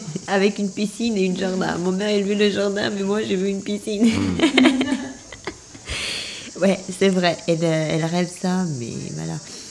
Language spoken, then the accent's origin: French; Albania; French is a second language; moved away as an adult; now in France; Oui, Mais je suis venue de l'Albanie.